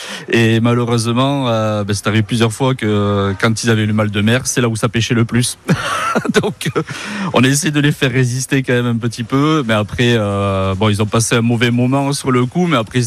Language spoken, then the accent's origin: French; Anglet, Nouvelle-Aquitaine, France; je suis originaire d'Anglette et j'ai 52 ans.